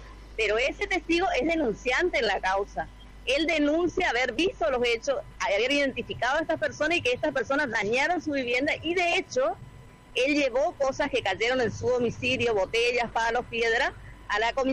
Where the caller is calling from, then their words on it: Fontana, Chaco, Argentina; nosotros somos de Fontana